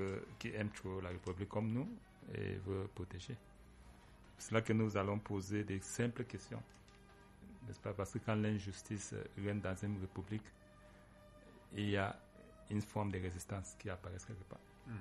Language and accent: French; Cameroon; J'ai dit que je suis Camerounais